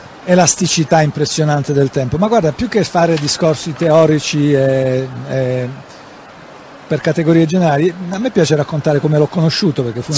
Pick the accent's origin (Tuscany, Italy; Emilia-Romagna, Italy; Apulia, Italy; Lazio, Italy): Apulia, Italy; Bari; io ero a casa a Bari, al mare o simili